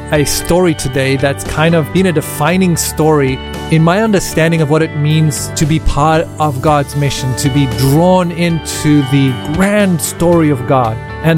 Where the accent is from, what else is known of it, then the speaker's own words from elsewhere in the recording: South Africa; I grew up in South Africa and had the opportunity to go to school with missionary kids whose parents were serving in various places in Africa.